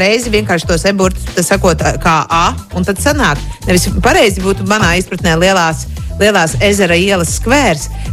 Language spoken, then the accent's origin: Latvian; Madona, Vidzeme, Latvia; mēs esam madonieši